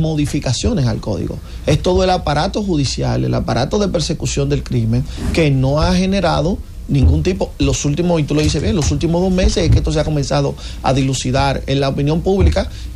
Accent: Dominican Republic; todos nosotros como dominicanos

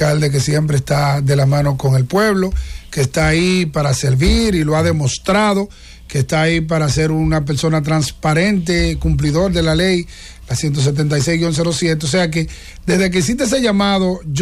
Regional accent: Dominican Republic; y nosotros como dominicanos, como compromisarios de que la paz, la tranquilidad, el amor de Dios llegue a los territorios, pues seguimos orando por Venezuela.

